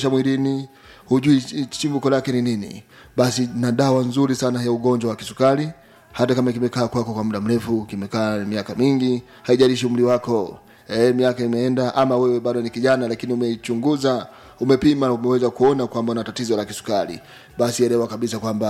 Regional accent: Bariadi, Simiyu, Tanzania; now in Iringa, Tanzania; Nimetokea Bariadi mkoani Simiyu. Lakini kwa sasa niko hapa Iringa.

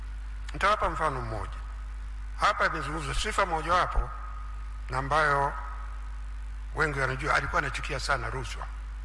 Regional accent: Mara, Tanzania; natoka Mara

